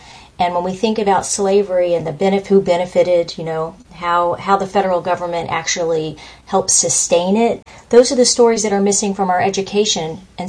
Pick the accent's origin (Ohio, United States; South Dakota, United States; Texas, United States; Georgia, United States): Georgia, United States; Atlanta; I grew up in the South. I'm from Atlanta, Georgia.